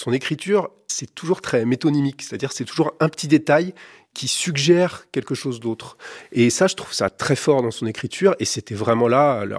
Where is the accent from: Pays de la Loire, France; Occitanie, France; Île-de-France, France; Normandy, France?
Normandy, France; Lisieux; Lui, venait de Bernay, moi, je venais de Lisieux. Il avait eu son groupe de rock à Bernay, moi, j'avais eu le mien à Lisieux.